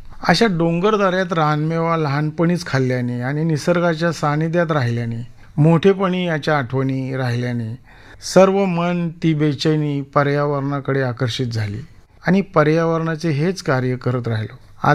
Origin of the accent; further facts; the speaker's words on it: Asavali, Maharashtra, India; also born or lived in Bavda; 15 August 1966 साली माझा जन्म माझ्या आजोळी बावडा येथे, तालुका खंडाळा, जिल्हा सातारा येथे झाला.